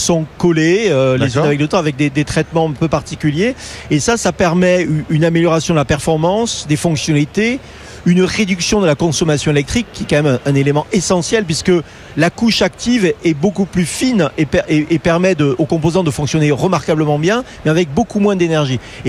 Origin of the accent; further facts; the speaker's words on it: France; c'est pas parce que je suis français que je le dis